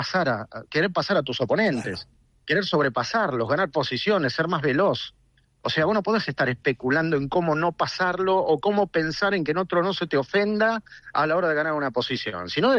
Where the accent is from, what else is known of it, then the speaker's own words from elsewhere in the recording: Argentina; Pero somos divinos los argentinos.